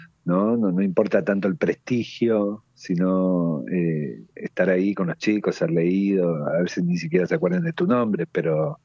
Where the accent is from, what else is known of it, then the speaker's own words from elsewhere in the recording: San Francisco, Córdoba, Argentina; una tía en Morteros, que es una ciudad ahí cerca de San Francisco, donde yo nací.